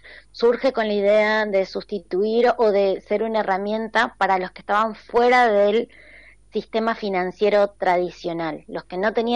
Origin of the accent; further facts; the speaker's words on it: Argentina; de eso sabemos un montón en Argentina